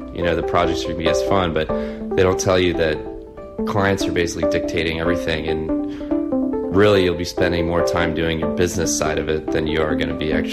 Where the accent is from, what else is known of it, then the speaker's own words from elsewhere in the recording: Delaware, United States; I grew up in Delaware, which is a big chemical sort of powerhouse